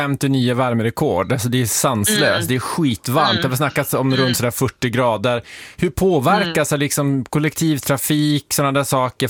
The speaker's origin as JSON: {"language": "Swedish", "country": "Sweden", "said": "Vi svenskar pratar ju bara väder."}